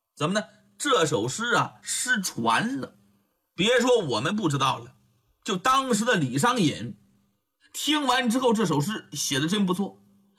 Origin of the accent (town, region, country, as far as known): China